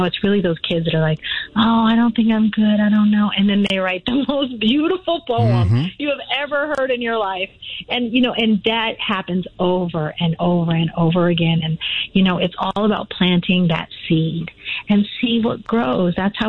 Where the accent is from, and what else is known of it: Las Vegas, Nevada, United States; born or raised there